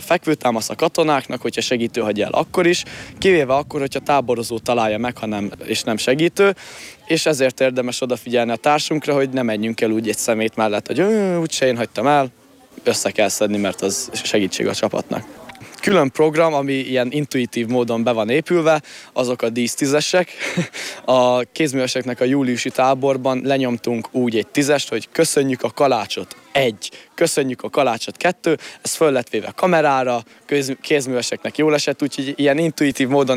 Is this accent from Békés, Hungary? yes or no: no; Tápiószőlős, Pest, Hungary; És Tápiószőlősről jövök, amit Cegléd mellett van.